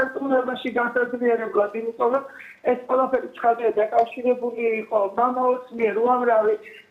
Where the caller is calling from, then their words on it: Rustavi, Kvemo Kartli, Georgia; მე мама კახაბერის მეუღლე გახლავართ რუსთავიდან.